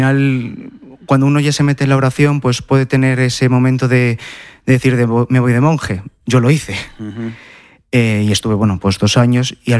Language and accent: Spanish; Madrid, Community of Madrid, Spain; born there; Sí, mi abuela es de un pueblo de Toledo, de Otero, aunque bueno, yo nací en Madrid y toda mi familia es de Madrid.